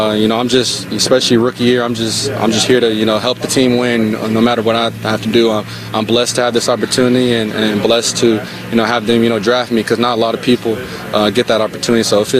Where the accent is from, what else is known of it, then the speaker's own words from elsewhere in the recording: Dallas, Texas, United States; moved away; I grew up in Dallas, Texas. I went to Allen.